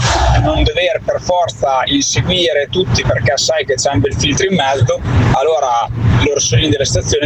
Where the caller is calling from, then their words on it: Castel Maggiore, Emilia-Romagna, Italy; da Castelmaggiore.